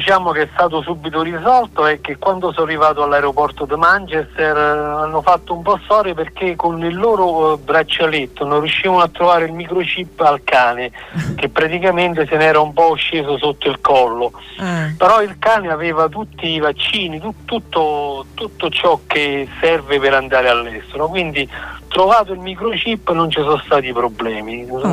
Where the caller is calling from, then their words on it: Sora, Lazio, Italy; io sono partito da Sora, qui in provincia di Frosinone